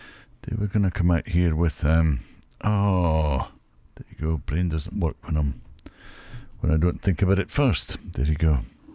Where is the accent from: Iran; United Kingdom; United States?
United Kingdom; Scotland; now in Melbourne, Australia; as a Scotsman